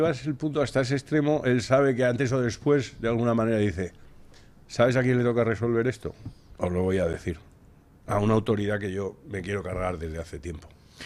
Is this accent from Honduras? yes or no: yes; Honduras; la chusma de la cual yo he venido huyendo en mi ciudad natal, y no actúa contra ellos, malo, me voy a ver a la otra Isabel. Hay una que se llama Isabel Pérez Moñino, que me dice que me va a quitar a la chusma de mi barrio, a la que yo tenía en Honduras